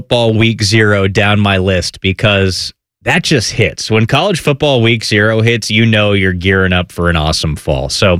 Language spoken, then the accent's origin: English; California, United States; I'm from Southern California